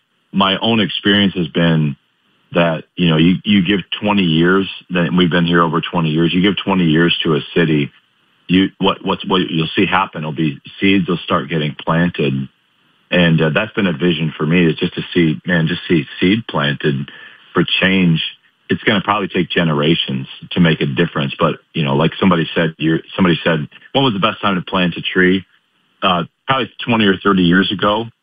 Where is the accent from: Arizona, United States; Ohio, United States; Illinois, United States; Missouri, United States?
Illinois, United States; Chicago; born or raised there; also born or lived in Raleigh, United States; now in York, United States